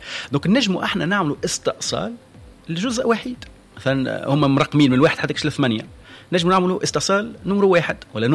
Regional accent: Tunisia; also born or lived in France; خيرنا اللي تونس خير ونقدموا الاضافه في بلادنا

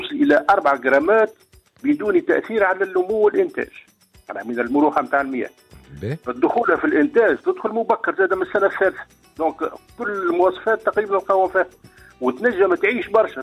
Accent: Tunisia; عندنا في تونس

